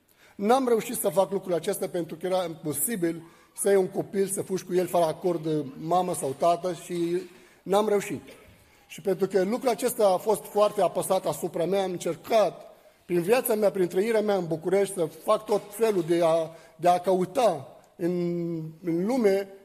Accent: Lebanon; Romanian is a second language; now in Romania; sunt din Liban, m-am născut într-o familie de musulmani și aici.

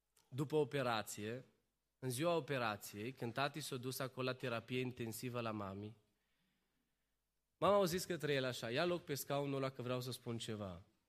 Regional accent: Romania

